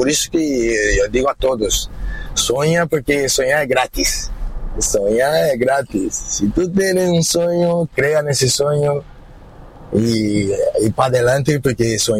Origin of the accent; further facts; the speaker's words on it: São Paulo, Brazil; moved away; yo soy de São Paulo, ¿no? Capital de Brasil, donde prácticamente mueve la economía de Brasil.